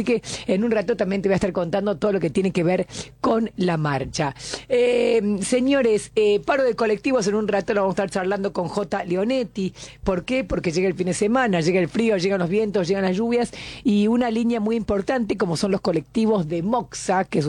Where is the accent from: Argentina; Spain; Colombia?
Argentina; porque no, somos argentinos